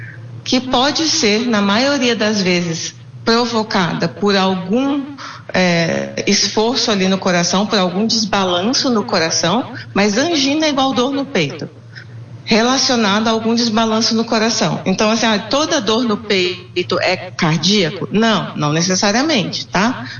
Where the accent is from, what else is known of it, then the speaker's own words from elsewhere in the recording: Mantena, Minas Gerais, Brazil; moved away as an adult; now in São Paulo, Brazil; eu sou mineira. Eu sou mineira, eu sou... Vim para São Paulo para fazer a residência, para fazer a especialização e fiquei. Fui absorvida aqui.